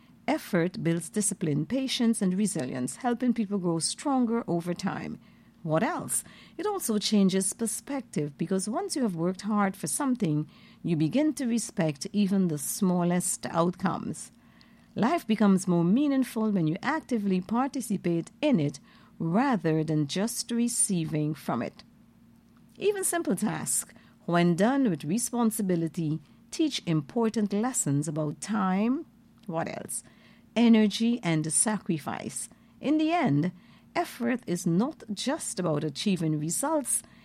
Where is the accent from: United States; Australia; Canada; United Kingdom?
United Kingdom; London; I'm a Londoner, born and bred.